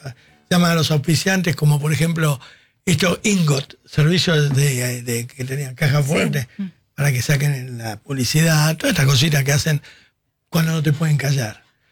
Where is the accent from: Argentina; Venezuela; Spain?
Argentina; soy argentino